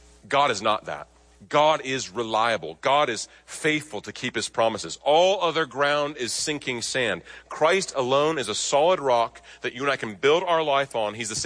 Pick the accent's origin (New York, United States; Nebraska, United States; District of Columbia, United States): Nebraska, United States; You city folk might not know this, but I grew up in Nebraska, and my grandpa raised cattle